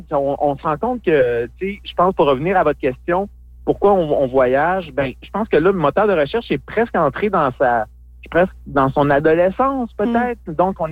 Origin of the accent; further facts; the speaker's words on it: Saguenay, Quebec, Canada; moved away; je viens du Saguenay, puis j'ai étudié là longtemps.